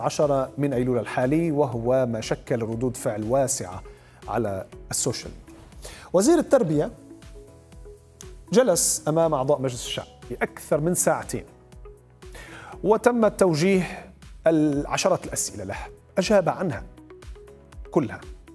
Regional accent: Syria; فنتمنى كسوريين

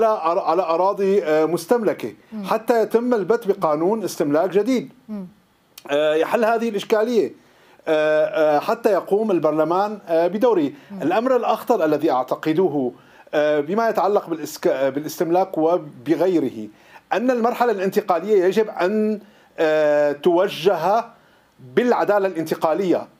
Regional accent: Damascus, Damascus Governorate, Syria; أنا كوني من دمشق

